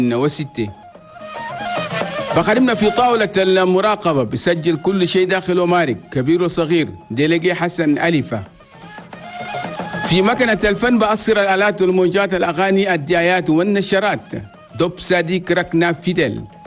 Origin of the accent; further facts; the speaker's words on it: Chad; مساء الخير بلدنا تشاد الحبيبة مساء الخير عاصمتنا نجمينا الجميلة